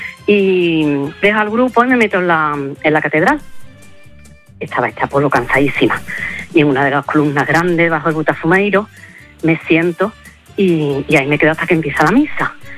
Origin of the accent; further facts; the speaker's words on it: Seville, Andalusia, Spain; Pues mira, yo soy de Sevilla y hace pues 11 años me dejé a mi novio.